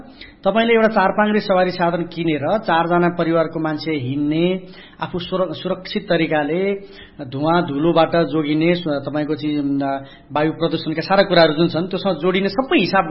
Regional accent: Khotang, Koshi Province, Nepal; moved away; मेरो घर खोटाङ हो, म यहाँबाट करिब 200-300 किलोमिटर

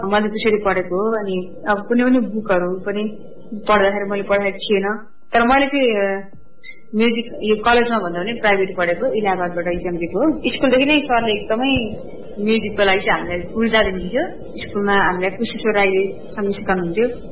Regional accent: Jhapa, Koshi Province, Nepal; अनि बाल्यकाल चाहिँ मेरो झापामा नै बित्यो।

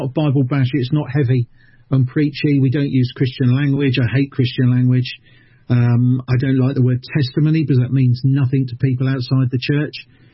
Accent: South East England, United Kingdom; I explained I was from London. Well, I'm not from London, I'm from the South Coast, but you say London

